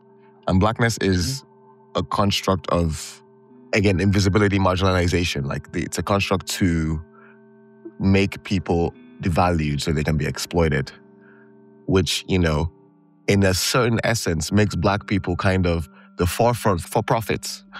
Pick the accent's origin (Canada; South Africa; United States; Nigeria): Nigeria; now in Manchester, United Kingdom; I grew up in Nigeria. I speak the language